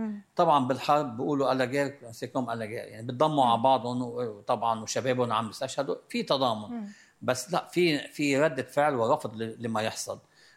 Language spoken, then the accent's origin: Arabic; Lebanon; أنا كمواطن لبناني كصحافي